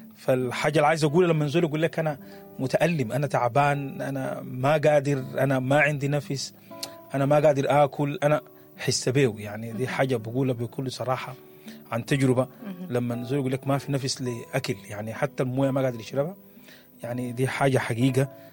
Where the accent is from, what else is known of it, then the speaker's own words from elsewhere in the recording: Sudan; احنا كسودانيين